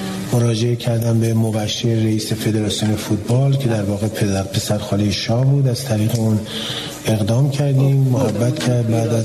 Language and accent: Persian; Iran; born there; من سال 1324 13 آذر سال 1324 تو کوچه سر قبرقا تو محله سانپاسخونه به دنیا آمدم و تو خونه حاج حسین معمار که مستاجر بودیم